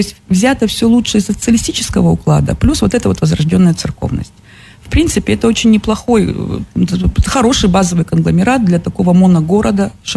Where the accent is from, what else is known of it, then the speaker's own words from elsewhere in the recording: Kopeysk, Chelyabinsk Oblast, Russia; Да, это улица в моем родном городе Копейске.